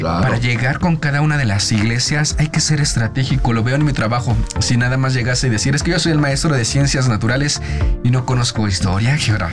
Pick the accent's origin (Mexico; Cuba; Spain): Mexico